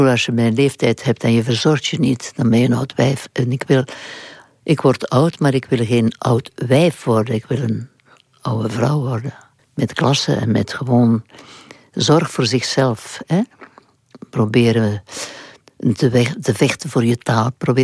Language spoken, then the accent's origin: Dutch; Flanders, Belgium; moved away as an adult; also born or lived in Netherlands